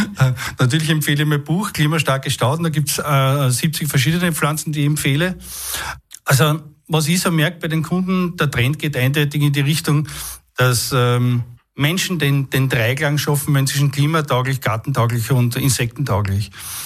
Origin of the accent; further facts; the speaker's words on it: St. Margarethen im Burgenland, Burgenland, Austria; Wir haben ja ganz eine tolle Flora im Burgenland. Und ich komme ja aus St. Margarethen und da gibt es sehr viel Trockenrasen und die haben mich auch sehr geprägt, auch in meiner Kindheit.